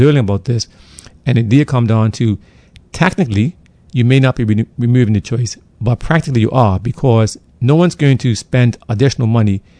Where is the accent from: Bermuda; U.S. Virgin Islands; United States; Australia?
Bermuda; I was born in Bermuda, but more importantly, I was formed by her people, by your resilience, your warmth, your quiet strength, and your unwavering belief that even a small island can stand tall in a vast and often uncertain world.